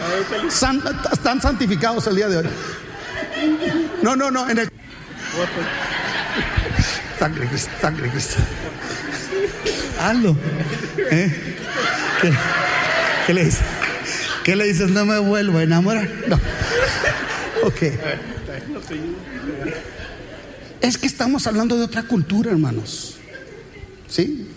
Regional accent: Mexico; El 70% de los latinoamericanos somos mexicanos.

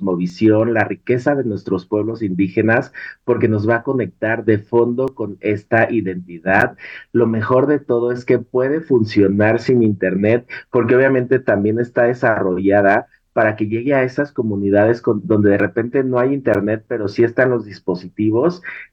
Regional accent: Mexico; tenemos que sentirnos orgullosos de nuestro país, de nuestras tradiciones, pero también de nuestro talento mexicano.

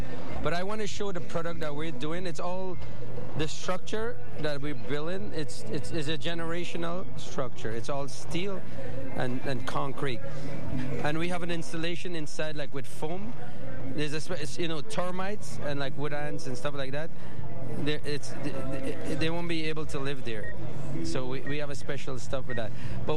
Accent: Guyana; now in Canada; I'm from Canada, and … I left Guyana 40 years ago

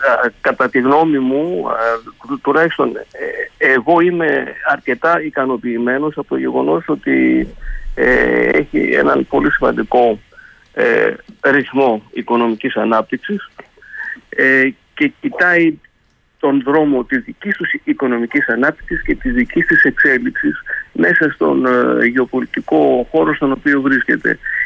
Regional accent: Greece; είμαι ο Έλληνας πρέσβης.

